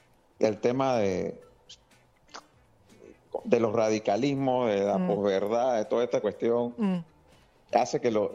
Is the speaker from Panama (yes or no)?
yes; Panama; yo te puedo decir como panameño